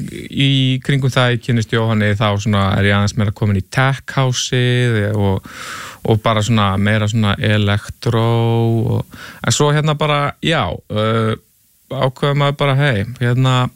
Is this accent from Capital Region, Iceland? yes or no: yes; Reykjavík, Capital Region, Iceland; Ég er úr Vesturbæ, Reykjavíkur.